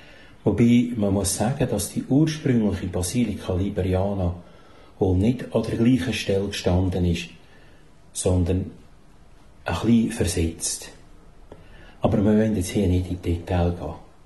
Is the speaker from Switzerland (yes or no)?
yes; Switzerland; Zum einen liegt Maria zum Schnee auf Rigi Klösterli gar nicht so weit weg von meinem Heimatdorf Alchwil